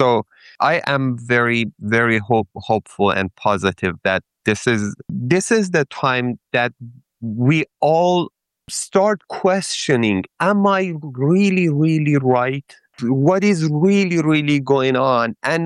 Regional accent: Iran; English is a second language

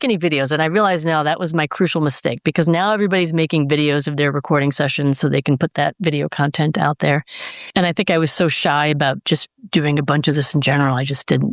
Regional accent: Skokie, Illinois, United States; I grew up in Skokie.

